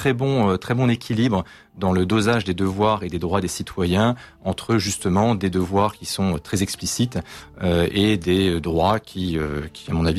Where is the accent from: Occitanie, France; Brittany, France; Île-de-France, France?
Occitanie, France; Toulouse; born there; je suis né à Toulouse